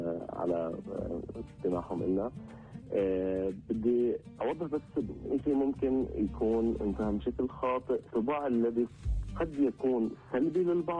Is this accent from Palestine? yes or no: yes; Palestine; moved away as an adult; now in Germany; إحنا كشعب فلسطيني